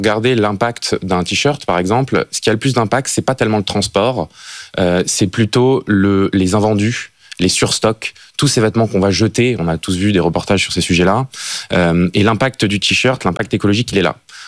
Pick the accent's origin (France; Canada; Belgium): France; et que nous, en tant que Français, on y a accès.